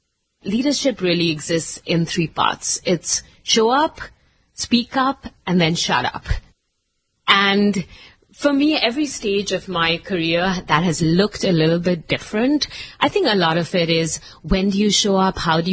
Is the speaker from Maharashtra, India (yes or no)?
yes; Mumbai, Maharashtra, India; moved away as an adult; now in United States; I was born in Mumbai and I actually spent my first 21 years there. I came to the U.S. to do my master's at Brandeis University.